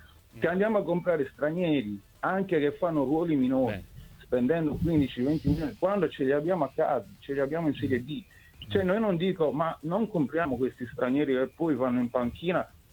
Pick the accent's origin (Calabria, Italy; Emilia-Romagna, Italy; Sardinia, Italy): Sardinia, Italy; Cagliari; Io sono di Cagliari, Porta Cagliari, però sono romanista.